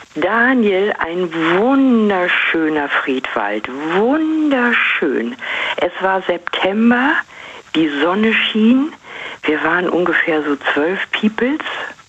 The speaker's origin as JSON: {"language": "German", "town": "Vlotho", "region": "North Rhine-Westphalia", "country": "Germany", "tie": "born or raised there", "said": "Ich bin also praktisch wieder zurückgegangen, mhm, so einen Schritt in meine Heimat und habe mich da sau wohl gefühlt, auch wenn ich die Stadt Floto, da bin ich ab und zu mal reingefahren in die Stadt Floto, wo ich auch meine Jugend verbracht habe"}